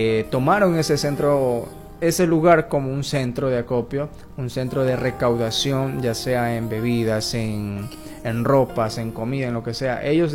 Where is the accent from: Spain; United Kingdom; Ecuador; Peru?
Ecuador; como ecuatorianos que somos